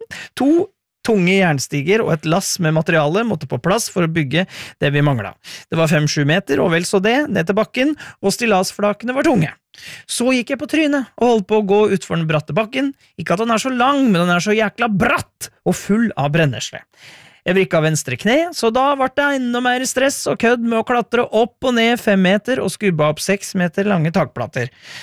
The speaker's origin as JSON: {"language": "Norwegian", "region": "Innlandet", "country": "Norway", "said": "for jeg kommer fra Hedmarken, og det jo en veldig fin dialekt, men jeg taler etter slik til det vanlige."}